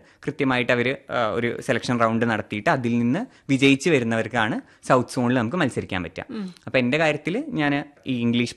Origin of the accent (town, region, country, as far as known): Poolamanna, Kerala, India; born or raised there